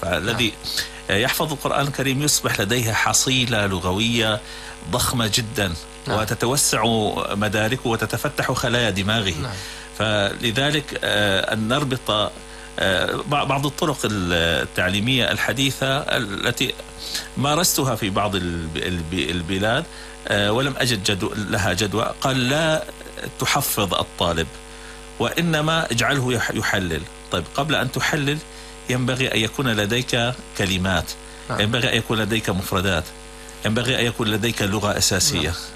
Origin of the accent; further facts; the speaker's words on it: Syria; عندنا في سوريا الحرة، يعني في مناطق الشمال المحرر